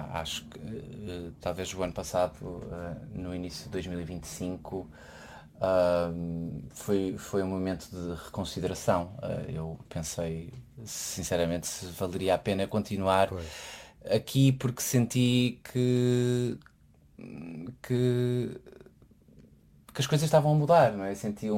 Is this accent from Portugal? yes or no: yes; Portugal; moved away; eu quando digo que sou de Portugal, toda a gente responde assim, oh, eu quero mudar-me para